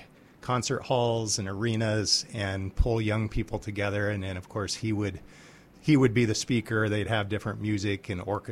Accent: Exira, Iowa, United States; now in Mason City, United States; I am a native Iowan. I grew up in Southwest Iowa, small little farm town called Exira.

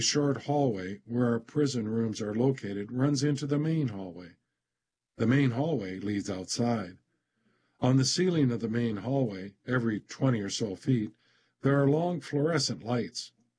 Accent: New York, United States; Roman is from Massachusetts. I'm from New York.

